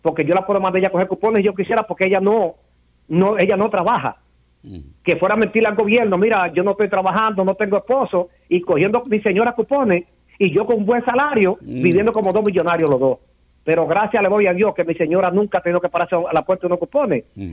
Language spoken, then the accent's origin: Spanish; Dominican Republic; moved away